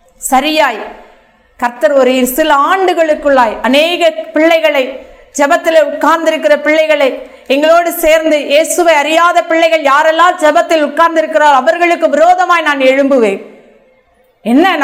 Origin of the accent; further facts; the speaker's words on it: Thoothukudi, Tamil Nadu, India; born there; also born or lived in Tirunelveli; தூத்துக்குடியில டூவிபுரத்தில் இருக்கிற அந்த சிஎஸ்ஐ ஸ்கூல்ல நான் படித்து கொண்டிருந்தேன்.